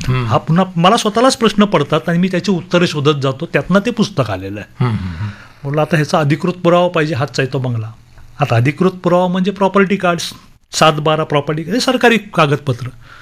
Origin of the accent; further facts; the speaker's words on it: Mumbai, Maharashtra, India; मी जरी मुंबईकर मला म्हणत असलो किंवा अनेक जण म्हणतात मी मुंबईकर आहे